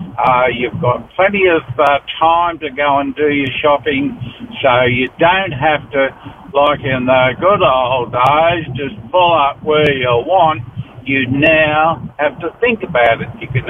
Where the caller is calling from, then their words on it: Manila, New South Wales, Australia; I'm driving along from Manila into town, listening to the comments about parking in our wonderful city called Tamworth.